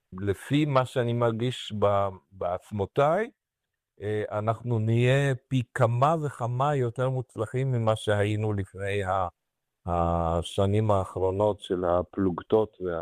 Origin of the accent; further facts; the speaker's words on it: Romania; Hebrew is a second language; now in Israel; כשהייתי ילד קטן ברומניה